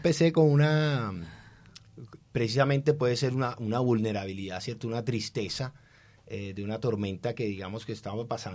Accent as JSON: {"language": "Spanish", "town": "Cartagena", "region": "Bolívar", "country": "Colombia", "said": "Yo soy de Cartagena y tengo como cierta conexión ahí con el mar"}